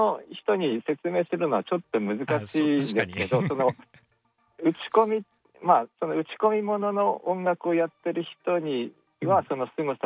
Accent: Oshu, Iwate, Japan; 自分が、岩手県の奥州市出身と、ね、いうこともあり

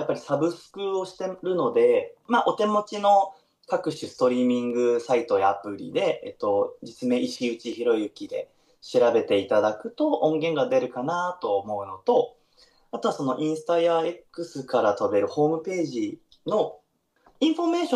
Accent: Niigata, Japan; でも県民としてはやっぱり新潟で育ったものが好きだから、

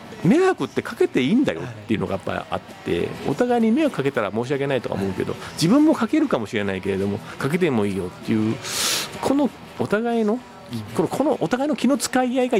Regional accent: Sapporo, Hokkaido, Japan; moved away; 私はその実はもうそのもみじ台で生まれ育って、で両親はもうすでに亡くなってるので10年前に、なのでそのもみじ台の団地に今住んではいないんですけど

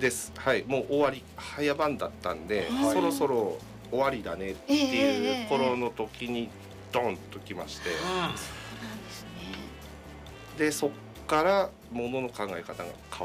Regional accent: Kuji, Iwate, Japan; born there; moved away; also born or lived in Ofunato

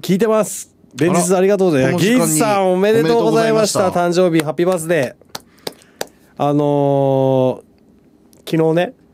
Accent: Sapporo, Hokkaido, Japan; 札幌ですよ、札幌どこっつって、うん、篠原ですっつったら

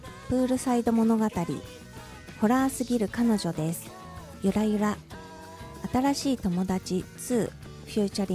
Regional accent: Odawara, Kanagawa, Japan; 私の地元神奈川県小田原市の三の丸ホールというところで開催することが決定いたしました。

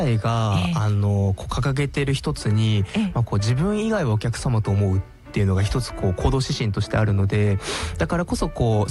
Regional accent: Gifu, Japan; 出身は岐阜になります。

